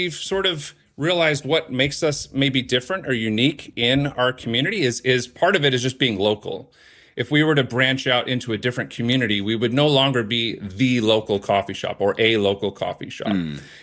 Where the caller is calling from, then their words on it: Evansville, Indiana, United States; I am calling to you from Evansville, Indiana